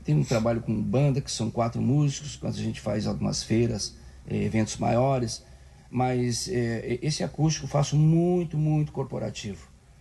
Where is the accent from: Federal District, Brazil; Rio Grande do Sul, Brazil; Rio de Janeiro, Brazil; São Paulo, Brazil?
Rio Grande do Sul, Brazil; now in Itajaí, Brazil; Exatamente, moro em Santa Catarina, saí do Rio Grande do Sul.